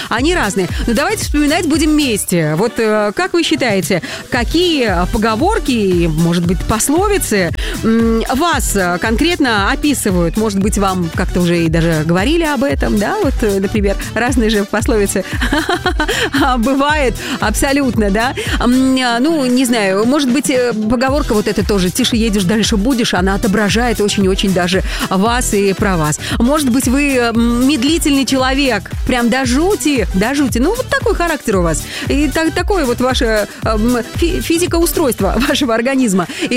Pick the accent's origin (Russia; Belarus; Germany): Belarus; как и мы с вами, белорусы.